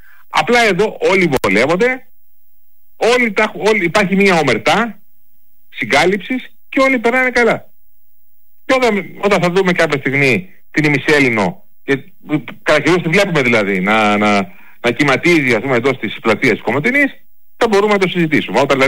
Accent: Greece

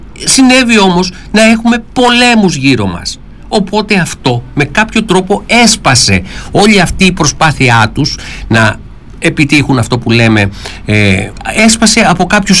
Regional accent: Greece

